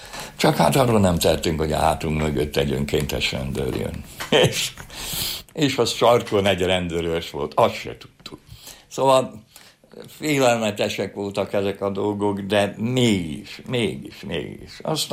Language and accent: Hungarian; Budapest, Hungary; moved away as an adult; kerültem ide 26 évvel ezelőtt, mert hát el kellett jönni a budai, a Budapestből, hogy úgy mondjam, mert én ott nevelkedtem olyan helyen, ahol a világ legszebb helye, de akkor csubarom volt az egész, mert én 46-ban születtem a háború után